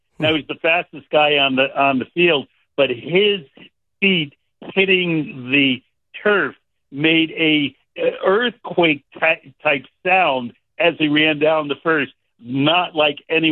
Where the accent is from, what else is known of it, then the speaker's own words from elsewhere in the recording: Stamford, Connecticut, United States; having Jackie be part of the Stamford, Connecticut that I grew up in was a blessing for me